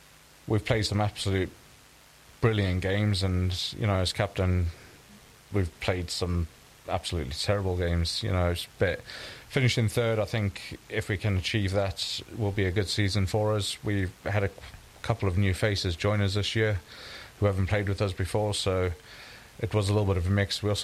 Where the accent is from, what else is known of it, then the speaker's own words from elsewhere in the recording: South Africa; now in Tameside, United Kingdom; And I come from South Africa, so sports is like a big thing in South Africa.